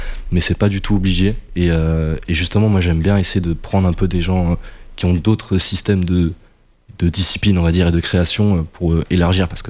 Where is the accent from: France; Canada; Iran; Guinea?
France; Limoges, Nouvelle-Aquitaine; je viens de Limoges, donc une toute petite ville